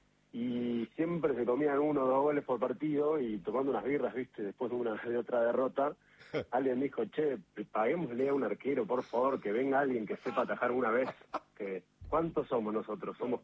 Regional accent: Pilar, Buenos Aires Province, Argentina; De Buenos Aires, soy un Pilar

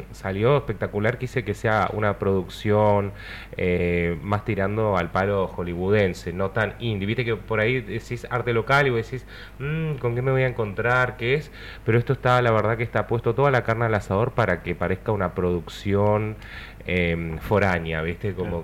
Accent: Río Gallegos, Santa Cruz, Argentina; also born or lived in Córdoba; yo empecé acá en el 2000, yo soy de acá de Río Gallegos

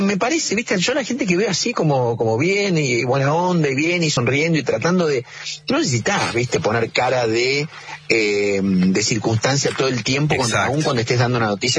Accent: Córdoba, Argentina; born there; En la ciudad de Córdoba.

